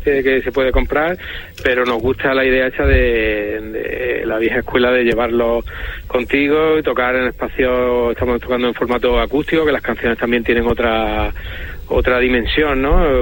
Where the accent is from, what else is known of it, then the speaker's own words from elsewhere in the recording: Córdoba, Andalusia, Spain; nosotros somos de Córdoba